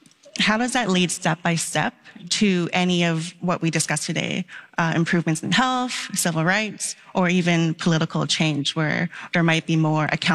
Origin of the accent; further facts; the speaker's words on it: Canada; As a Canadian